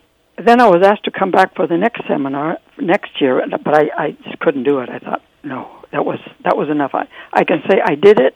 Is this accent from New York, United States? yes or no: no; San Bernardino, California, United States; Because it's my hometown, and I'm just so sad at what has happened here.